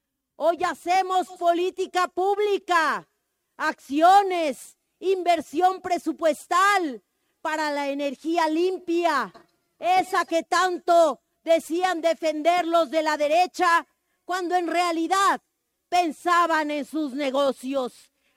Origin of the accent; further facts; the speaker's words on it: State of Mexico, Mexico; Venimos del oriente del Valle de México, de donde se renueva el fuego cada 52 años, para decirle a nuestro movimiento que aquí estamos.